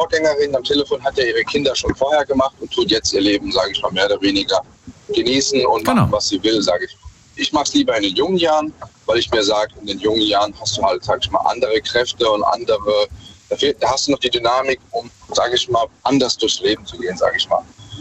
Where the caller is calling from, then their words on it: Mannheim, Baden-Württemberg, Germany; Aus Mannheim.